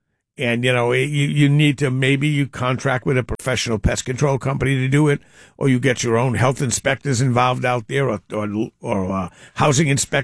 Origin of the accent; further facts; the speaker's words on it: East Providence, Rhode Island, United States; areas that they've had problems with West Nile virus in Rhode Island so far have been East Providence, my hometown, North Providence, and Providence.